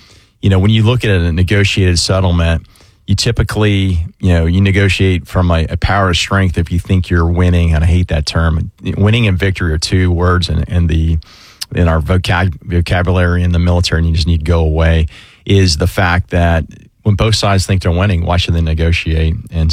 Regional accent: Orange Park, Florida, United States; I grew up in Orange Park. I moved here when I was three, and I went to Orange Park High

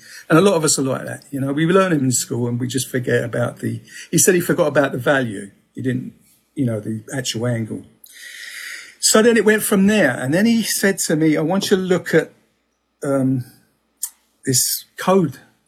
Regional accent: Peckham, London, United Kingdom; accent: Southeast London; No, I was brought up in Peckham, London, Southeast London. So that's my accent.

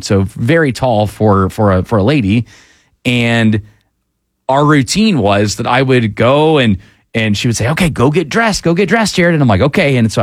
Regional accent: Atlanta, Georgia, United States; number one, I grew up in Atlanta, so I've always known this institution to be what it is.

